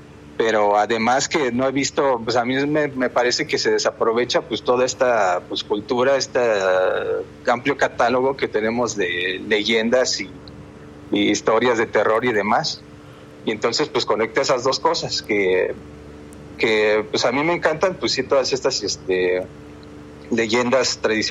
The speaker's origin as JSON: {"language": "Spanish", "region": "Mexico City", "country": "Mexico", "tie": "born or raised there", "said": "yo de niño, de hecho, aquí en México, una de las iglesias o centros religiosos más famosos es la Basílica de Guadalupe. Y yo vivo cerca."}